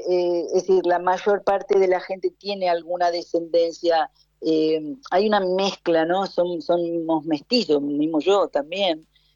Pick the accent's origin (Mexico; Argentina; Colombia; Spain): Argentina; moved away as an adult; now in Cape Verde; yo soy argentina